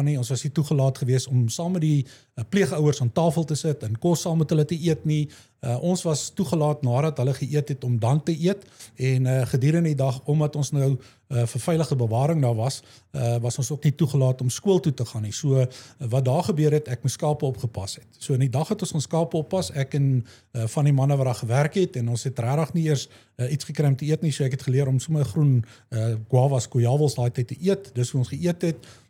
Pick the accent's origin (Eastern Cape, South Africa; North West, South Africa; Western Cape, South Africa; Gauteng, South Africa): Gauteng, South Africa; Pretoria; born there; ek is gebore in Pretoria, daar in die Moedersbond, en waar ek groot geword het, ja, dis een story daar.